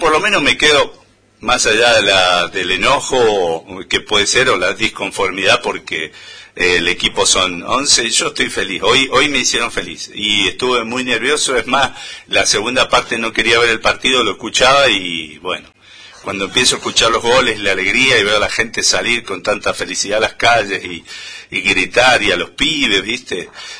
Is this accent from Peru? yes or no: no; Argentina; somos argentinos